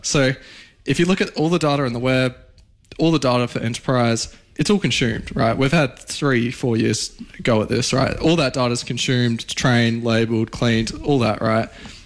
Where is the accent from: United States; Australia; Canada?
Australia; And us as an Australian gets absolutely nothing in return.